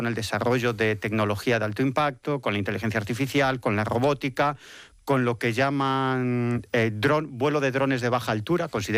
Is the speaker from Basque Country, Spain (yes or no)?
no; Galicia, Spain; como decimos en mi tierra, a velas vir, en gallego.